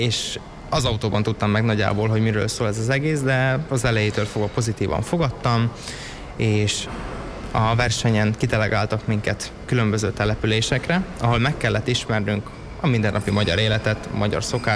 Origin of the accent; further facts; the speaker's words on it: Vezekény, Bratislava Region, Slovakia; Pontosan Felvidék, Vezekény a település neve, az valahol Pozsony mellett van.